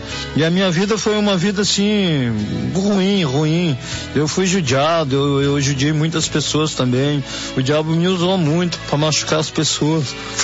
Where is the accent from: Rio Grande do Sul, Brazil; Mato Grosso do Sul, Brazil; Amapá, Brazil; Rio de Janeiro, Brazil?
Rio Grande do Sul, Brazil; sou do Rio Grande do Sul.